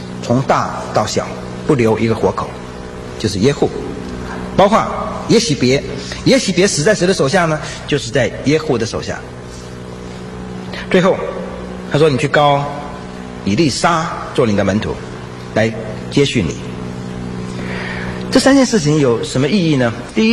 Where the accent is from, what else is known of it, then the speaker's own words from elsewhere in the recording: China; 我们中国人